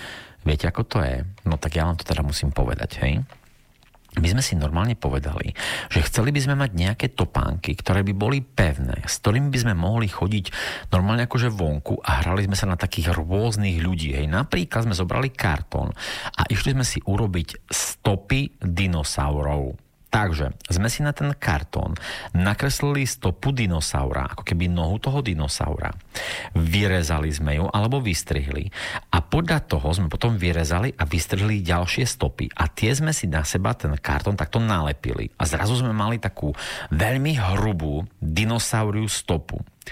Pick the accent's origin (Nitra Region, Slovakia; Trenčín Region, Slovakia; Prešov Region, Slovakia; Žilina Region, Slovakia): Prešov Region, Slovakia; Bardejov; ja som vám hovoril, že teda pochádzam z Bardejova, že Bardejov teda bolo také obuvnícke mesto